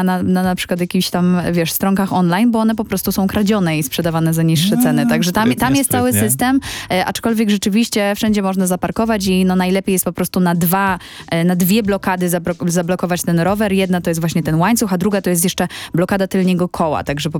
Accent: Skawina, Lesser Poland, Poland; also born or lived in Kraków; Moim miastem jest Skawina, moja miejscowość, z której pochodzę, w której się urodziłam się tak naprawdę w Krakowie, ale to jest bardzo, bardzo bliziutko

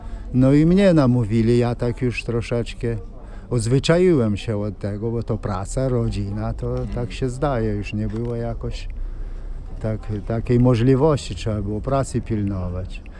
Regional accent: Szypliszki, Podlaskie Voivodeship, Poland; Przyjechałem z Suwalszczyzny, z gminy Szypliszki, jako muzykant.

